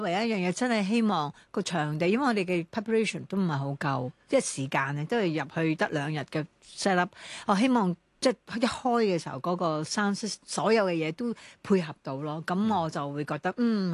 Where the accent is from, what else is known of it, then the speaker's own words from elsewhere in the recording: Hong Kong; 我哋身为香港人系咪应该要介绍下？